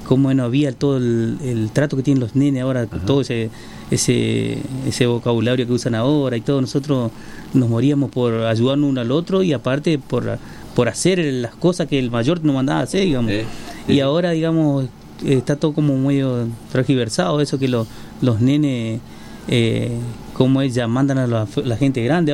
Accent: Reconquista, Santa Fe, Argentina; now in Villa Ocampo area (Román), Argentina; Yo no soy de Román, de Reconquista, pero ya estoy viviendo acá.

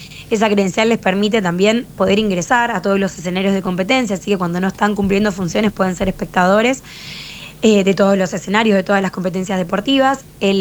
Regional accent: Rosario, Santa Fe, Argentina; Yo soy santafesina de la ciudad de Rosario

